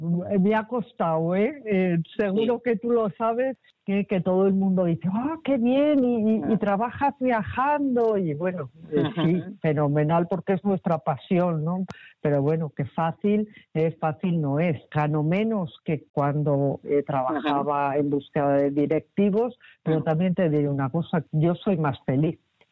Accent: Zamora, Castile and León, Spain; born there; also born or lived in Bahamas; Yo siempre digo que soy gallega de corazón, zamorana de nacimiento, que he vivido en sitios pues tan exóticos como las Bahamas y hoy día pues vivo con un pie en Galicia y el otro en Madrid.

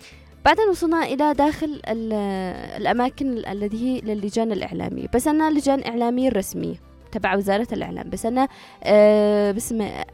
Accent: Sanaa, Amanat Al Asimah, Yemen; عندنا في صنعاء

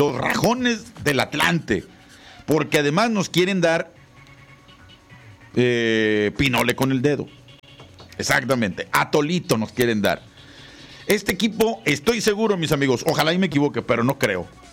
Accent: Mexico; Yo también soy mexicano

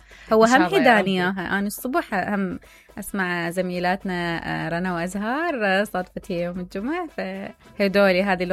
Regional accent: Iraq; كرم العادي احنا كعراقيين متعلمين عليه يعني احنا ورثناها من اهن اجدادنا ابائنا

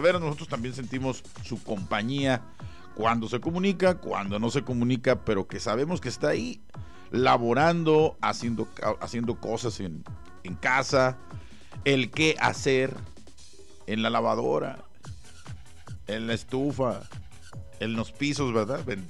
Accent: Mexico; quienes somos mexicanos

